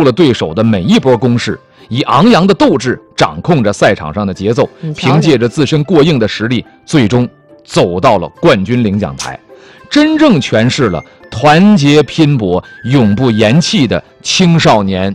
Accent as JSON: {"language": "Chinese", "town": "Shenyang", "region": "Liaoning", "country": "China", "tie": "born or raised there", "moved": "yes", "lives_now": "Tianjin, China", "said": "拿我们老家沈阳"}